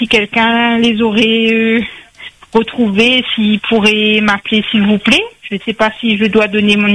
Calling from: Le Tampon, Réunion; Donc, j'habite au Tampon. Et au 12e, plus précisément, près du lycée Roland-Garros.

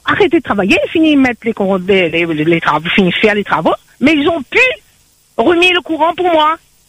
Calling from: Saint-Denis, Réunion; Voilà, j'habite à la Bretagne.

